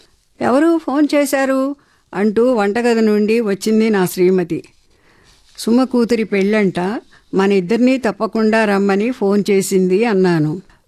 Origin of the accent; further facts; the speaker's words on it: Andhra Pradesh, India; మాది కృష్ణా జిల్లాలోని ఒక పల్లెటూరు. మా నాన్నకు 7 మంది సంతానం, 3 ఆడపిల్లలు, 4 మగపిల్లలు.